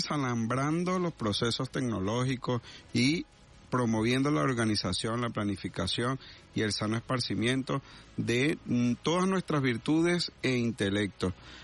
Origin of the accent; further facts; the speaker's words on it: Venezuela; nosotros como venezolanos enaltecemos y nos sentimos orgullosos.